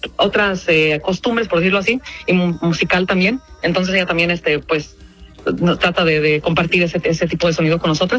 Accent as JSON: {"language": "Spanish", "region": "Chihuahua", "country": "Mexico", "moved": "yes", "lives_now": "Chicago, United States", "said": "yo soy de Chihuahua."}